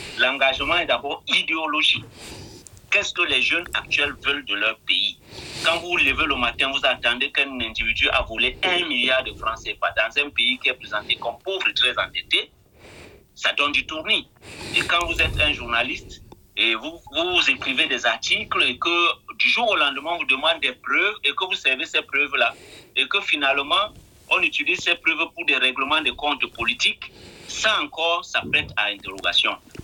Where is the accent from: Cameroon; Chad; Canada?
Cameroon; en tant que Camerounais